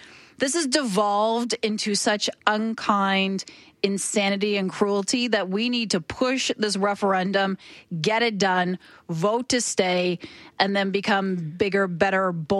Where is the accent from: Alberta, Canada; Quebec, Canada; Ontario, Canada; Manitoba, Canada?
Alberta, Canada; As a Canadian and an Albertan.